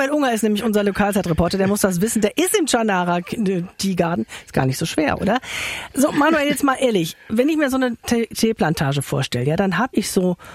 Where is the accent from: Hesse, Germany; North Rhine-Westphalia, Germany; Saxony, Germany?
North Rhine-Westphalia, Germany; jetzt komme ich ja selber aus dem Bergischen